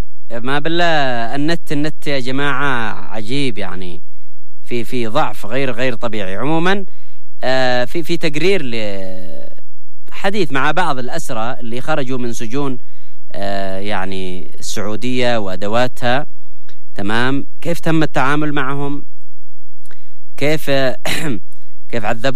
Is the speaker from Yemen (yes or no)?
yes; Yemen; احنا عندنا في اليمن